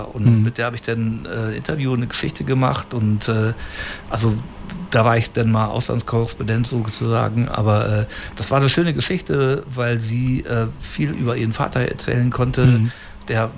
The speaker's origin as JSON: {"language": "German", "town": "Osnabrück", "region": "Lower Saxony", "country": "Germany", "tie": "born or raised there", "said": "ich bin hier in Osnabrück aufgewachsen und geboren und als Lokalreporter ist das für mich hier wirklich das Paradies"}